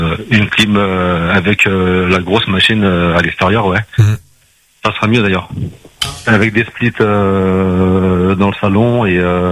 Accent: Île-de-France, France; Ah, moi, je suis né en métropole, en Île-de-France, et j'ai toujours vécu.

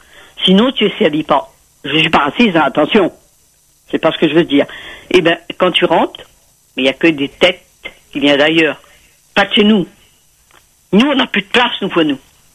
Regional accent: Réunion; En tant que réunionnaise et française, hein, c'est dommage. Parce que nous, petits réunionnais, on n'a plus le droit à rien.

